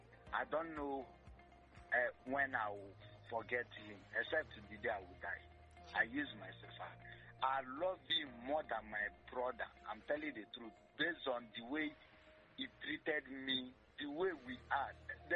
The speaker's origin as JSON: {"language": "English", "country": "Togo", "said": "I'm from Togo"}